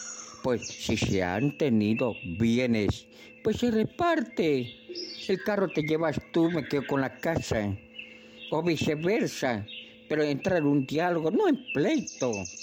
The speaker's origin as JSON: {"language": "Spanish", "country": "Ecuador", "said": "yo soy orientano nativo, ecuatoriano, soy ecuatoriano, compadrito, no confunda, no soy colombiano, no soy boliviano, no soy peruano, soy ecuatoriano"}